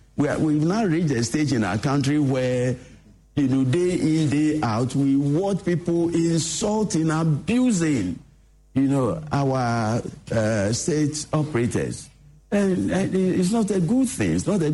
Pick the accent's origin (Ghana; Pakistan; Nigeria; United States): Ghana; I'm a Ghanaian, so I know how these things work.